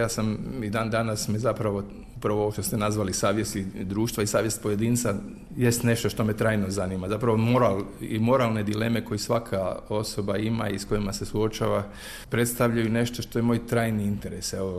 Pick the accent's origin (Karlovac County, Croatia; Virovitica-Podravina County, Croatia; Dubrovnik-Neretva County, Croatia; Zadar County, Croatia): Virovitica-Podravina County, Croatia; Virovitica; born there; rođen u zapadnoj Slavoniji, rođen sam u Virovitici, tamo su naime moji roditelji imali prvo radno mjesto